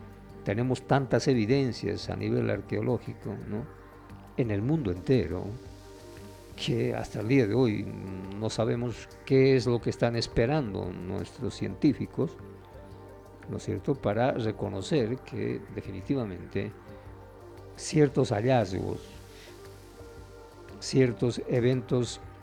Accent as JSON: {"language": "Spanish", "country": "Bolivia"}